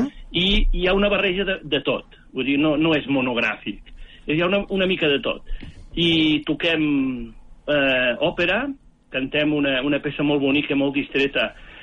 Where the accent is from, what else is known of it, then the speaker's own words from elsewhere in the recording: El Vendrell, Catalonia, Spain; now in Alcanar, Spain; Sí, jo sóc del Vendrell.